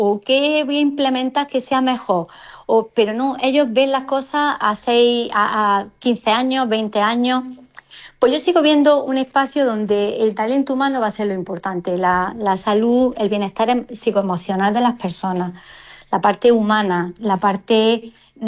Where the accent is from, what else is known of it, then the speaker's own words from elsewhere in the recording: Motril, Andalusia, Spain; la capital de España es Motril, vaya, básicamente. No, pues a ver, yo al final siempre barro para mi tierra.